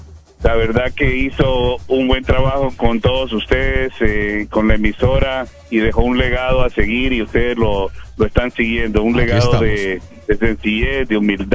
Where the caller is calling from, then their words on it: Miami Shores, Florida, United States; Aquí, sí, por Miami Shores.